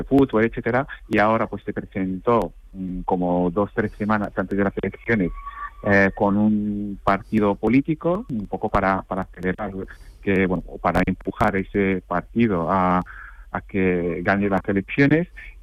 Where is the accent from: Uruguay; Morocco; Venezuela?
Morocco; now in Spain; los que pagamos somos los marroquíes que estamos aquí